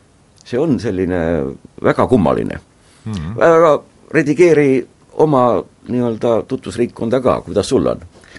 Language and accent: Estonian; Haapsalu, Lääne County, Estonia; Mina olen alati väga uhke selle üle, et ma olen Haapsalust ja just nimelt väike linnast.